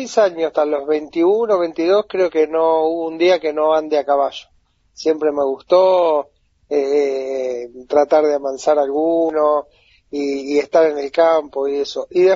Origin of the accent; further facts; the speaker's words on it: San Vicente, Buenos Aires Province, Argentina; yo soy de San Vicente, como comentaba. Es una zona ahora urbana, pero cuando yo nací era una zona bastante rural. Mis padres fueron siempre de campo, mi padre corría caballos de carrera, después tuvo un pequeño tambito, así que yo estuve relacionado al campo